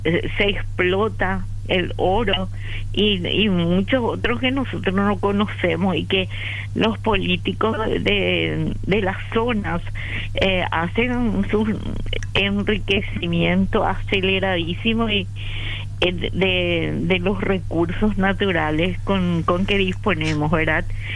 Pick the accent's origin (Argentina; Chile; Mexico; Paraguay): Paraguay